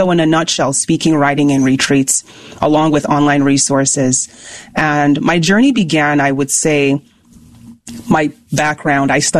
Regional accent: Nigeria; English is a second language; moved away as an adult; now in United States; My work was on billboards across Africa because I am Nigerian by origin and very proud of my Nigerian heritage.

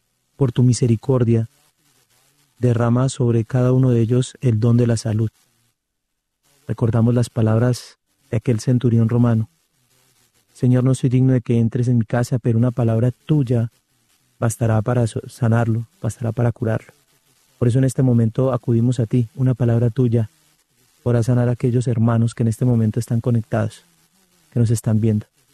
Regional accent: Puerto Boyacá, Boyacá, Colombia; Yo soy de Puerto Boyacá, Boyacá.

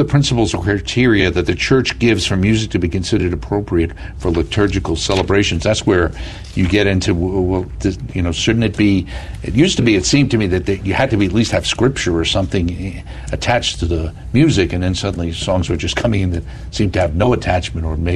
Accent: New Jersey, United States; in my home state of New Jersey

